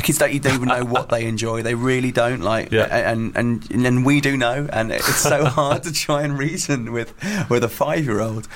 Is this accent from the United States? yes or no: no; England, United Kingdom; now in Bungay, United Kingdom; I think I'm English.